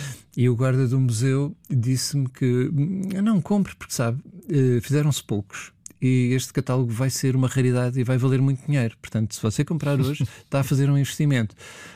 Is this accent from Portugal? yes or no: yes; Lisbon, Portugal; moved away as an adult; also born or lived in Viana do Castelo; Fiz tudo em Lisboa, portanto, vivi em Lisboa até aos 22 anos e depois decidi voltar para Viana